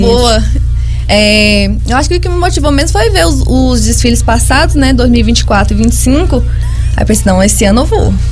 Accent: Serra, Brazil; Ah, eu sou daqui mesmo, de Serra.

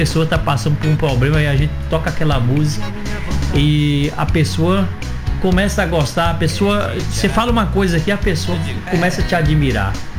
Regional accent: Monte Alto, São Paulo, Brazil; Locutores que nós temos orgulho de dizer que somos aqui de Monte Alto.

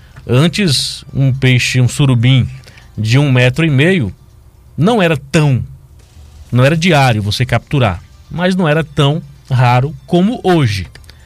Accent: Malhada, Bahia, Brazil; Lá no povoado de Serra de João Alves, município de Malhada, onde eu nasci, me criei, minha localidade natal

